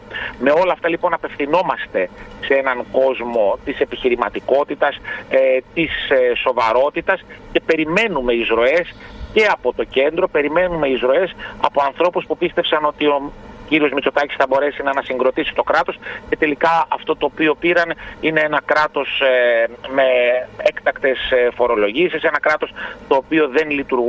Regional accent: Thessaloniki, Central Macedonia, Greece; Εγώ, όπως ίσως γνωρίζετε, είμαι Θεσσαλονικιός, έζησα όλη τη ζωή μου στην Θεσσαλονίκη και μάλιστα σε διάφορες περιοχές της Θεσσαλονίκης και ανατολικά και δυτικά.

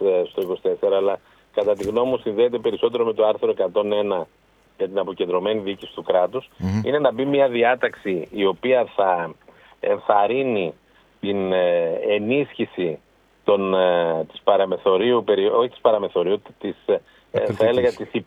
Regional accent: Xylagani, Eastern Macedonia and Thrace, Greece; παίρνω το χωριό μου τώρα την Ξυλαγανή

